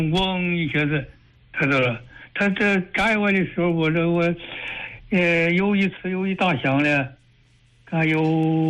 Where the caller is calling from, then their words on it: Jingzhou, Hubei, China; 我来自荆州。